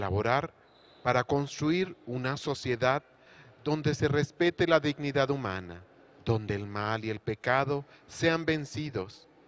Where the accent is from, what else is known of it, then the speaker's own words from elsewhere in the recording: Mexico; nos unimos como pueblo mexicano